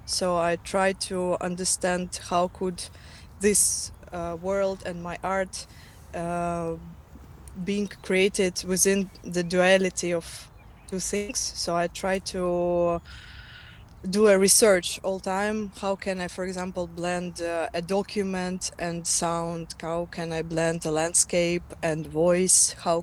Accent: Yalta, Crimea, Ukraine; I'm a Ukrainian composer and sound artist, originally I came from Crimea, from the city of Yalta, and now I do different international projects in Europe and in Ukraine

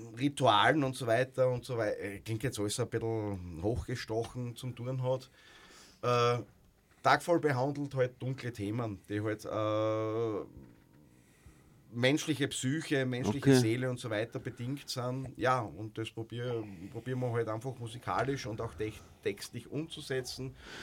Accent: Graz, Styria, Austria; grundsätzlich jetzt um in Graz beheimatet

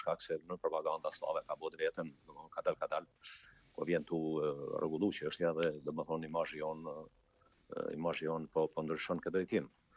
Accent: Deçan, Peja District, Kosovo; nga Komuna Deçanit, tu kom marrë në Zarë me studiu e historinë e artit

